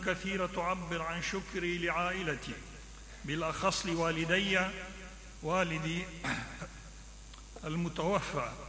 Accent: Iraq; في بلدنا العراق

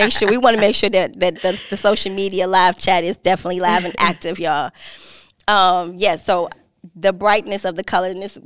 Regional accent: Chicago, Illinois, United States; So I'm from Chicago, South Side.

